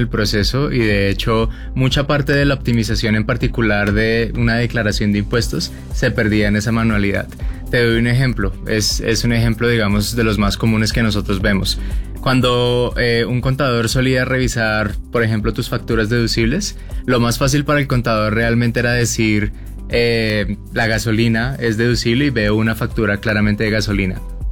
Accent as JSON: {"language": "Spanish", "country": "Colombia", "also_born_or_lived": "Bogotá", "moved": "as an adult", "lives_now": "Mexico City, Mexico", "said": "nosotros dos somos colombianos y nosotros llegamos a la Ciudad de México trabajando para Uber. Nosotros trabajábamos en ese momento. Estábamos en la ciudad de Bogotá y después nos trasladaron aquí a la Ciudad de México"}